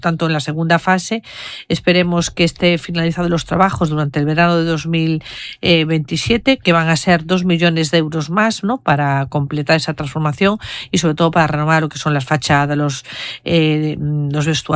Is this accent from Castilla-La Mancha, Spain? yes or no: no; A Coruña, Galicia, Spain; como coruñesa y como gallega